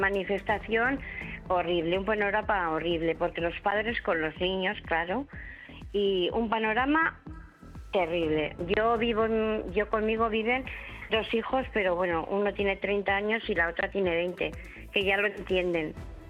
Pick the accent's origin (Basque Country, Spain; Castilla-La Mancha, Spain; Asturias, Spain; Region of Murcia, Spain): Basque Country, Spain; Erandio; yo tengo toda una vida aquí. Luego, Erandio, vamos, es mi pueblo de siempre, de mis antepasados, de toda una vida